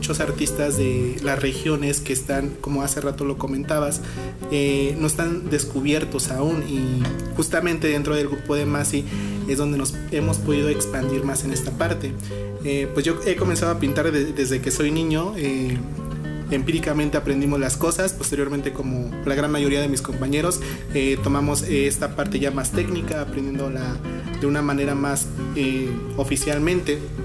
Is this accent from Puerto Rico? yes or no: no; San Antonio Texcala, Puebla, Mexico; soy originariamente de San Antonio Texcala, orgullosamente, de una comunidad muy cercana aquí a Tehuacán, 25 minutos para ser exactos